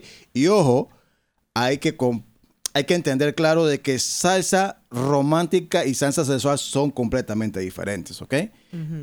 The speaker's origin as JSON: {"language": "Spanish", "country": "Panama", "said": "somos todos los panameños"}